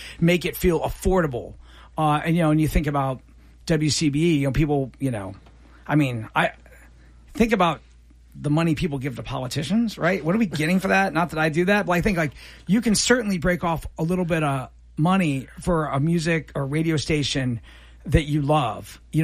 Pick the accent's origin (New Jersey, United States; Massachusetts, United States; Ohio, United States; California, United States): Ohio, United States; Columbus; you know, we grew up in Columbus. You know, we would go see … at ComFest, and we just couldn't believe.